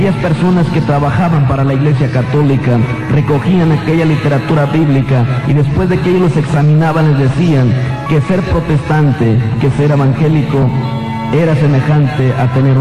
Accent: San Luis Potosí, Mexico; born there; nacido a 17 kilómetros de la ciudad de Matehuala, San Luis Potosí. Allí fue donde yo nací.

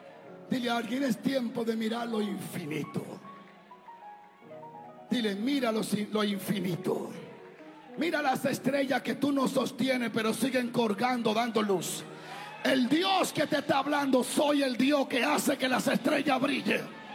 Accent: Dominican Republic; Como buen dominicano, siempre un poquitito de arroz, un poquitito de aceite.

